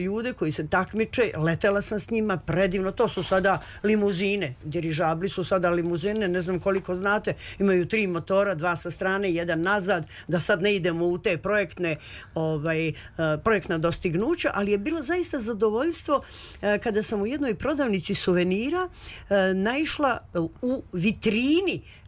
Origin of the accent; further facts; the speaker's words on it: Serbia; Ja sam iz Srbije, naravno, žena možda i ne zna gde je to.